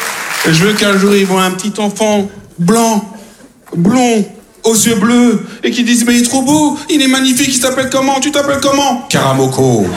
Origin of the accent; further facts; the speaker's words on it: Gennevilliers, Île-de-France, France; born there; Je suis un blanc. Je suis né à Gennevilliers